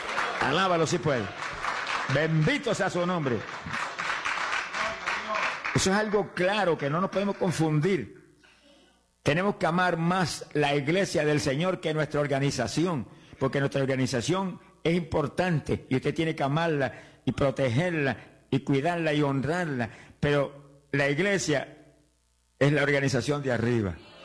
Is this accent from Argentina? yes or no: no; Camuy, Puerto Rico; convertí allá en Puerto Rico, mi pueblo de Camuy.